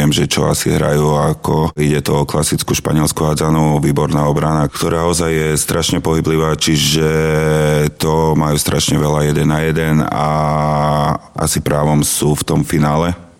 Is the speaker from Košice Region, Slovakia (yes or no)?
yes; Košice, Košice Region, Slovakia; keďže som Košičan, dochádzam na tréningy do Michaloviec každý deň.